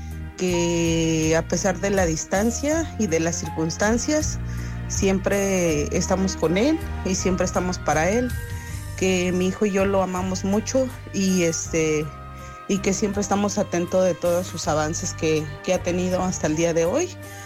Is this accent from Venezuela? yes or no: no; Mexico City, Mexico; la amiga de Berenice.